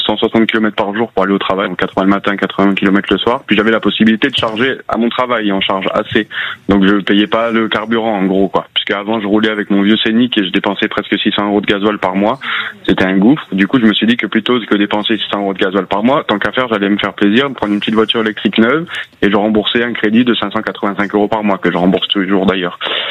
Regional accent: Saint-Martin-de-Crau, Provence-Alpes-Côte d'Azur, France; moved away; Je suis originaire de Saint-Martin-de-Crau dans le sud, mais on est venu s'expatrier il y a 10 ans à la frontière suisse.

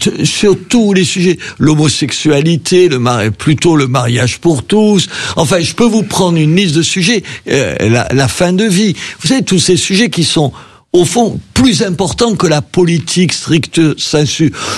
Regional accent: south of France, France

